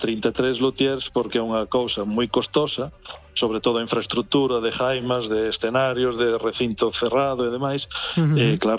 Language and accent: Galician; Galicia, Spain; a maioría somos galegos, evidentemente.